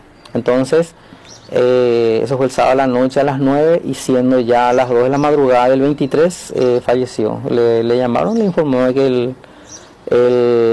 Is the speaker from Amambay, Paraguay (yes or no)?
no; Yaguarón, Paraguarí, Paraguay; soy de Yaguarón.